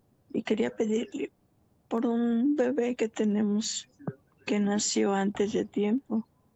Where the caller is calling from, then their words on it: Quiroga, Michoacán, Mexico; Estoy llamando de Quiroga